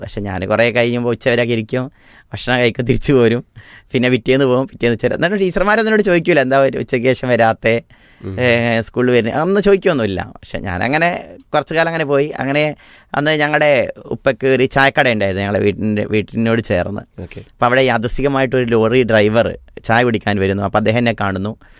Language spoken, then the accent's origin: Malayalam; Koodaranji, Kerala, India; കോഴിക്കോട് ജില്ലയിലെ മലയോര മേഖലയിലെ ഒരു പ്രദേശമാണ് കൂടരഞ്ഞി. അവിടെയാണ് ജനിച്ചു വളർന്നത്.